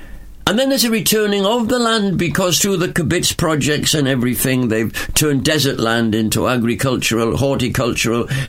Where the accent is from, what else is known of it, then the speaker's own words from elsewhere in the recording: Wales, United Kingdom; accent: Welsh; Well, I'm Welsh, if you can't tell that from my Welsh accent. So as a Welshman